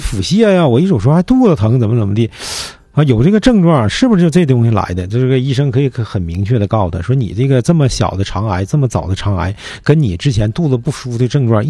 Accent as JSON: {"language": "Chinese", "town": "Changchun", "region": "Jilin", "country": "China", "accent": "Northeastern (Changchun) dialect", "said": "这个我们东北话了，东北话长春话"}